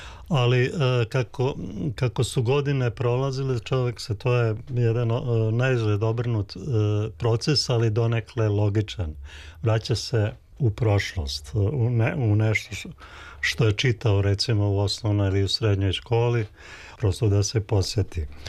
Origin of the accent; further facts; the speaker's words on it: Prijedor, Republika Srpska, Bosnia & Herzegovina; u ambijentu u kojem sam ja odrastao. Ja sam iz Prijedora, imaju dve reke